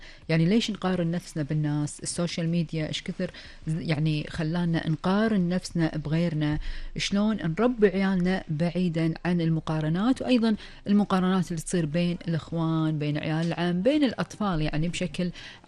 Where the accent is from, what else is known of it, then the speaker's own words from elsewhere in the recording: Kuwait; آخر أخبار ديرتنا الحبيبة الكويت